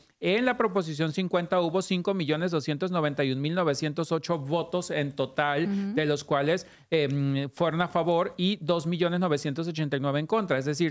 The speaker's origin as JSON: {"language": "Spanish", "country": "Mexico", "tie": "born or raised there", "moved": "yes", "said": "yo como mexicano y que básicamente más de la mitad de mi vida la pasé allá"}